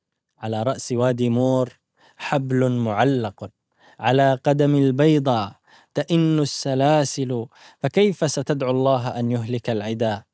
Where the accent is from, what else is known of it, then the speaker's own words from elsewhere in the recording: Ibb, Yemen; born there; moved away as an adult; also born or lived in Sanaa; أنا لست من صنعاء، أنا من إب، ولكن بعد أن أكملت الثانوية انتقلت إلى صنعاء، وكان انتقال من ريف إلى مدينة، ولم أجلس فيها إلا شهر تقريبا أو شهرين، وبعدها سقطت العاصمة فعدت إلى الريف